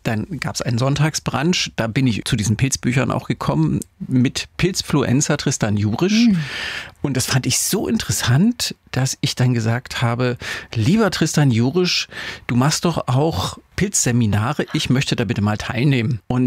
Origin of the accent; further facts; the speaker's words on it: Görlitz, Saxony, Germany; ich bin in Görlitz aufgewachsen